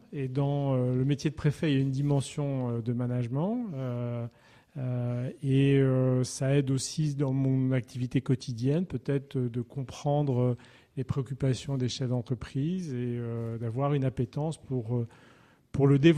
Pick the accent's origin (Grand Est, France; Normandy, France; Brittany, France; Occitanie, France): Brittany, France; now in Haute-Loire, France; celui où j'ai grandi, la Côte d'Armor en Bretagne.